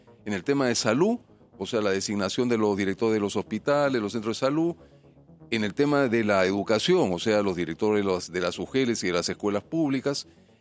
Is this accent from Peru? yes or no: yes; Peru; todos los peruanos nos sintamos con derecho a sentarnos a la mesa y mirarnos todos como peruanos